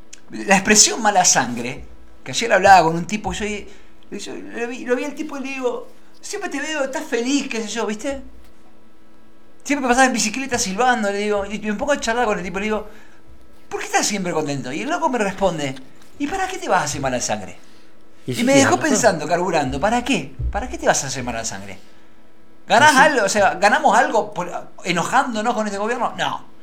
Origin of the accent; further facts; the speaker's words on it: Argentina; Somos los argentinos.